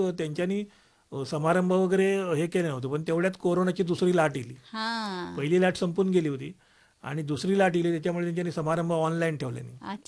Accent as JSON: {"language": "Marathi", "town": "Nadan", "region": "Maharashtra", "country": "India", "tie": "born or raised there", "said": "माझा गाव देवगड, नाडण वीरवाडी, नाडण ह्या गाव आणि वीरवाडी म्हणजे एक छोटीशी वाडी."}